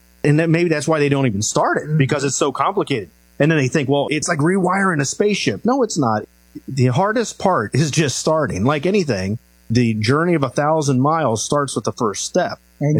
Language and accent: English; Cincinnati, Ohio, United States; moved away as an adult; now in Florida, United States; I'm from the Midwest, so I went to a school in Cincinnati, Ohio, St. Xavier High School.